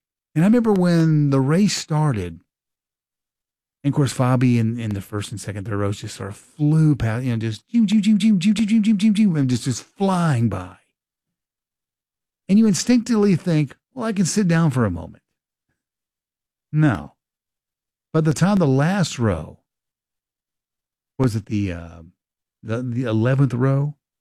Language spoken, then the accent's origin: English; Kentucky, United States; I grew up in Kentucky on the Ohio River, and all of the radio stations and TV stations that I watched and listened to were Indiana stations